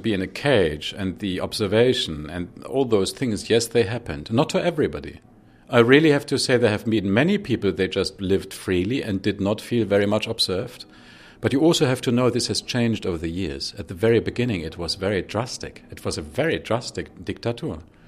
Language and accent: English; Dresden, Saxony, Germany; there was one restaurant, a very classy restaurant in Dresden, in my hometown where I grew up, and in a very nice hotel.